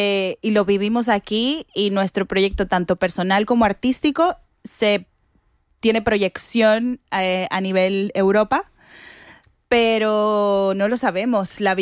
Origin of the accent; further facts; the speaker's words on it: Barranquilla, Atlántico, Colombia; la primera que habla de mí, de mi identidad, de lo que yo soy, de mi cultura, mi tierra y lo que representa para mí todo lo que es Colombia, Barranquilla y mi música folclórica